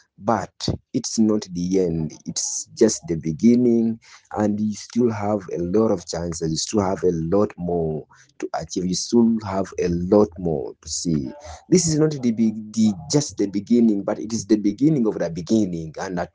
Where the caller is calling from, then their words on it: Kampala, Central Region, Uganda